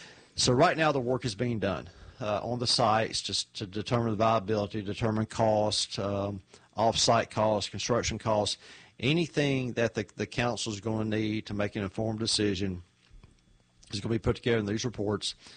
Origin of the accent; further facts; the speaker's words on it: Nashville, Tennessee, United States; you and I grew up around Nashville